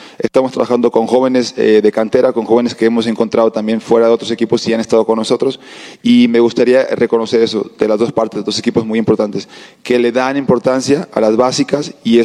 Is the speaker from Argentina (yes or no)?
no; Mexico; Creo que estamos orgullosos todos como mexicanos